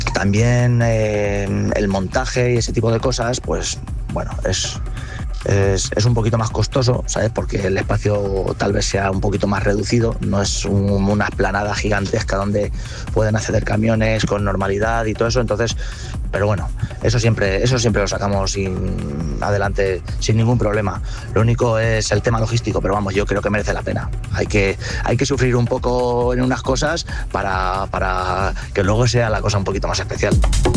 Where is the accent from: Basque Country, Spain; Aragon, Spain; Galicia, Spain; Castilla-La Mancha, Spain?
Castilla-La Mancha, Spain; Villalgordo del Júcar; yo soy natural de Villalgordo.